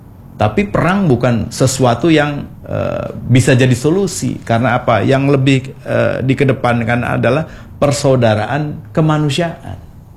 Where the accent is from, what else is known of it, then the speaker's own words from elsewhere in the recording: Cirebon, West Java, Indonesia; kita orang Cirebon